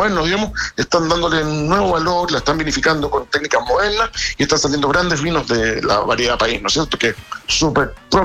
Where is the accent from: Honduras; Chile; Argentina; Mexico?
Chile; Santiago, Santiago Metropolitan Region; Uf, yo soy santiaguino y me encanta valorizar la importancia del Valle del Maipo